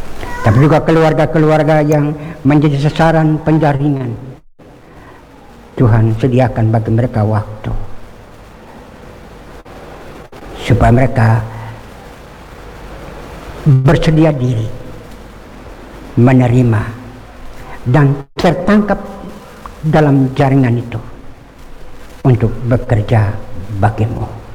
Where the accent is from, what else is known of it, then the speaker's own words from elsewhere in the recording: Papua, Indonesia; Jangan biarkan dan binasakan kami orang Papua.